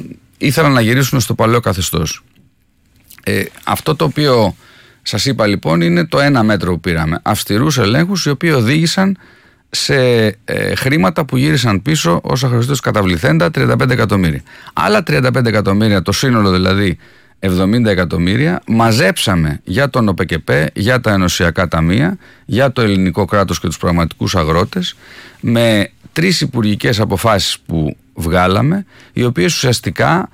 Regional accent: Western Greece, Greece; την ιδιαίτερη πατρίδα μου, την εκλογική μου περιφέρεια, την Τολοκαρνανία

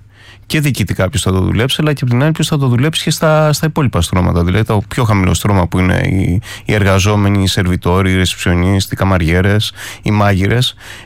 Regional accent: Greece; also born or lived in France; Γεννήθηκα στην Ελλάδα, αλλά πηγαίνω ερχόμαστε πολλά χρόνια στη Γαλλία.

